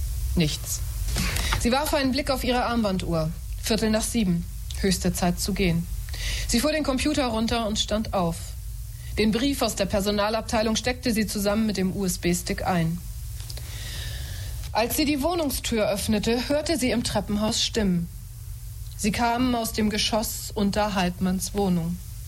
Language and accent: German; Heide, Schleswig-Holstein, Germany; born there; also born or lived in Baden-Württemberg; ich bin Krimi-Autorin, ich lebe in Schleswig-Holstein und für Sie vielleicht ganz interessant, aufgewachsen bin ich in Heide.